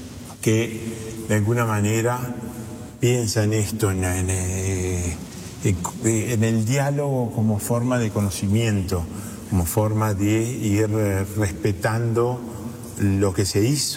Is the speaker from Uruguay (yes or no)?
yes; Uruguay; now in Rome, Italy; Roma fue el primer lugar, la primera ciudad que yo llegué desde Uruguay en el 1977.